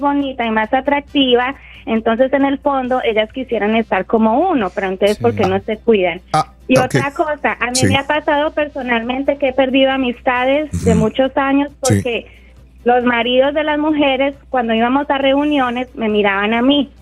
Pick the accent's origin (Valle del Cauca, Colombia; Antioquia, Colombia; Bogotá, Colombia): Antioquia, Colombia; Medellín; Yo soy de Medellín, Colombia.